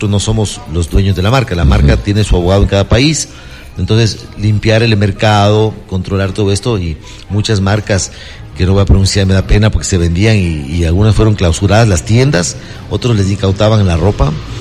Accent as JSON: {"language": "Spanish", "country": "Ecuador", "moved": "yes", "lives_now": "Miami, United States", "said": "Porque sabía que era ecuatoriano."}